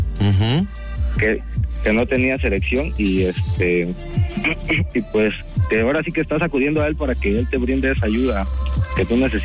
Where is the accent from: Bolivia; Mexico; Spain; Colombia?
Mexico; Chiapas; now in Mitla, Mexico; Soy originario de Chiapas, pero me vine a trabajar acá y conocí unos amigos. Aparte, tengo familia aquí, entonces pues, me gustó el ambiente y ya me quedé.